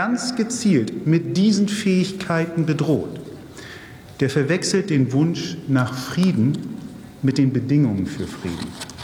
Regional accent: Hamburg, Germany; Als Hamburger, gestatten Sie das mal, weil ich den gleichen Wahlkreis vertrete wie Helmut Schmidt damals

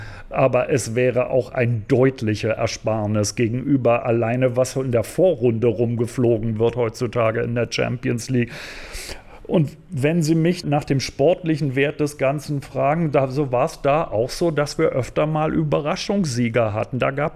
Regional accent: Berlin, Germany; Also ich bin selber aus Berlin

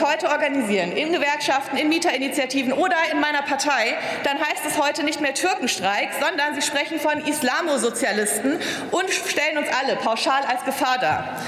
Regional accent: Cologne, North Rhine-Westphalia, Germany; Kein Wort darüber, dass in Städten wie in meiner Heimat Köln die Angebotsmieten in den letzten 14 Jahren um 72% gestiegen sind.

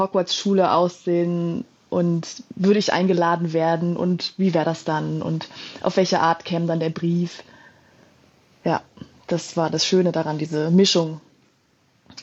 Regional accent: Düsseldorf, North Rhine-Westphalia, Germany; ich komme aus Düsseldorf und da gibt es eine Zeitung für wohnungslose Menschen

